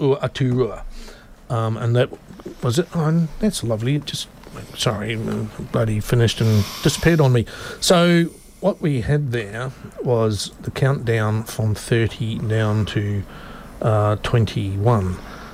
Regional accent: Christchurch, Canterbury, New Zealand; my hometown, Christchurch.

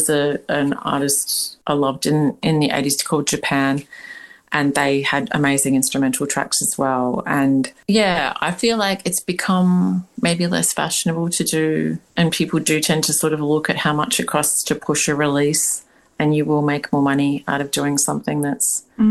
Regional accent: Australia; As an Australian person

